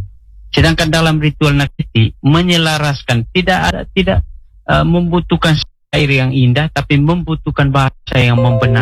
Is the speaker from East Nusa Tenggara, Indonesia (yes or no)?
yes; East Nusa Tenggara, Indonesia; ritualnya dalam kalangan kami orang Atoni itu adalah naketi.